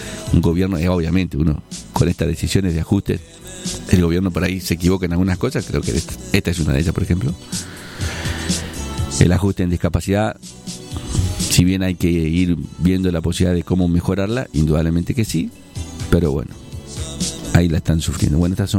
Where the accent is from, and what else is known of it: Argentina